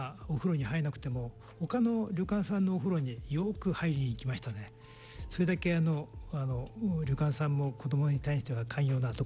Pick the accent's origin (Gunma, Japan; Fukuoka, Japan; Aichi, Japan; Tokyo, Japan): Gunma, Japan; Kusatsu; もう小さい時からもう僕の草津で、もう産湯は温泉で入りましたんで、そんな中でずっと草津で草津っ子のです。